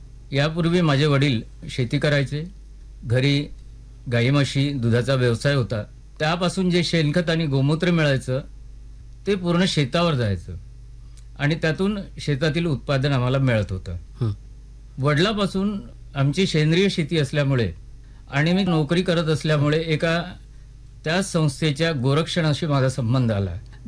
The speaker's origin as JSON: {"language": "Marathi", "region": "Maharashtra", "country": "India", "tie": "born or raised there", "said": "माझं गाव रामटेक तालुक्यामध्ये एक छोटंसं मौदी नावाचं आहे. तोतलाडो पेच प्रकल्प अंतर्गत हे गाव समाविष्ट आहे. या गावात माझा जन्म झाला"}